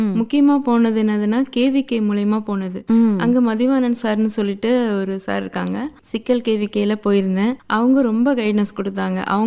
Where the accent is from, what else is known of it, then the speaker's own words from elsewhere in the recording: Chennai, Tamil Nadu, India; moved away as an adult; now in Nagapattinam, India; நான் பிறந்து வளர்ந்ததெல்லாம் சென்னையில. கல்யாணம் ஆயிட்டு இங்க நாகப்பட்டினம் வந்திருக்கேன்.